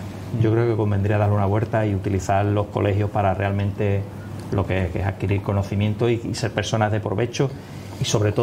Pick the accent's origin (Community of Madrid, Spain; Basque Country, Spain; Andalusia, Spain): Andalusia, Spain; Cádiz; somos los dos gaditanos